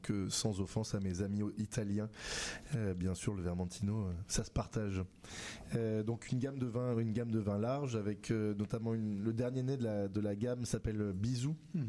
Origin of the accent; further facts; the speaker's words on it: Aix-en-Provence, Provence-Alpes-Côte d'Azur, France; moved away as an adult; also born or lived in Paris; De Paris à Aix-en-Provence, là où j'ai grandi, là où je suis né.